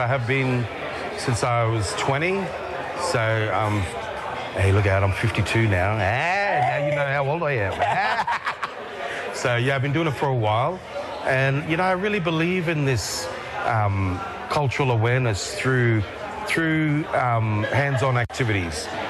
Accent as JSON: {"language": "English", "region": "Queensland", "country": "Australia", "said": "I'm from Torres Strait, Cape York. My connection to country is the Kulkalgal of Central Torres Strait and the Ankamuti Seven Rivers"}